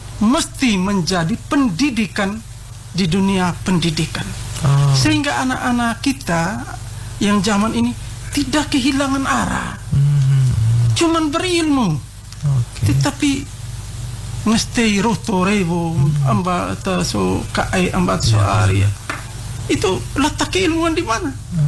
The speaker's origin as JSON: {"language": "Indonesian", "region": "East Nusa Tenggara", "country": "Indonesia", "said": "kita mempunyai jati diri kita sebagai orang Indelio."}